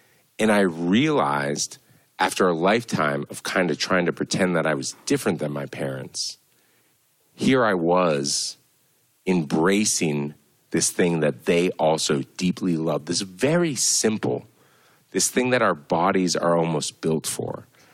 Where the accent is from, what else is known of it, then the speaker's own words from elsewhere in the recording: Boston, Massachusetts, United States; I grew up unhoused in Boston.